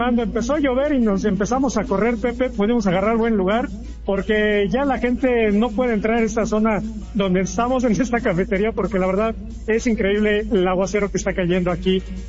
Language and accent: Spanish; Mexico; mexicano, yo soy mexicano.